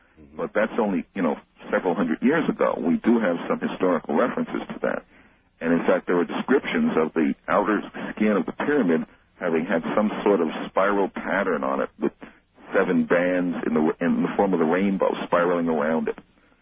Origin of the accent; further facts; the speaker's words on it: Missouri, United States; I'm from Missouri, and intellectually, I got to see it to believe it